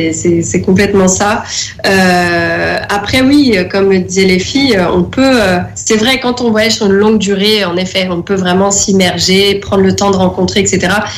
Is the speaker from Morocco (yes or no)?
no; France